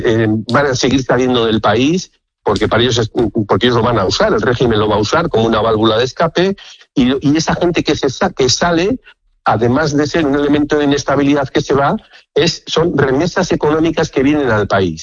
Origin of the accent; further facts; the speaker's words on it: Spain; A mí lo que me da miedo, de alguna manera como español, es que este gobierno